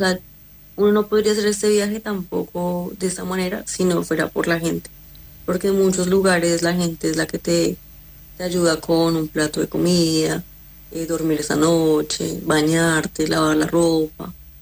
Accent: Colombia; moved away; soy de Colombia, estoy viajando en bici

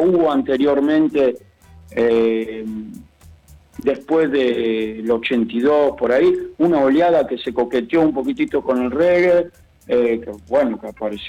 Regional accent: Mar del Plata, Buenos Aires Province, Argentina; now in Buenos Aires, Argentina; Sí, soy original de Mar del Plata, más vivo en Buenos Aires.

